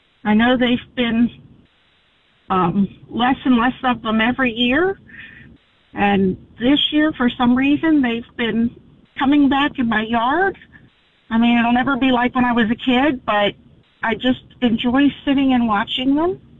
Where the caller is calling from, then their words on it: Mount Solon, Virginia, United States; from Mount Solon.